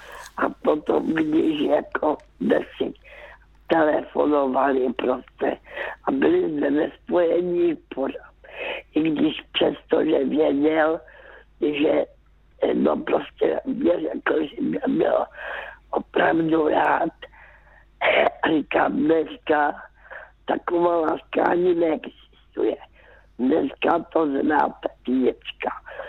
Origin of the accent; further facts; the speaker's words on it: Karolinka, Zlín Region, Czechia; born there; já už jsem byla vdaná a jezdívala jsem zpátky do Karolínky, zpátky do mého rodiště.